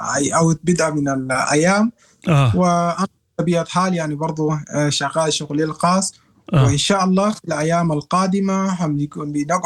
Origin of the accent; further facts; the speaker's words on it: Sudan; وأنا سوداني يعني أعرف لغتهم تماما،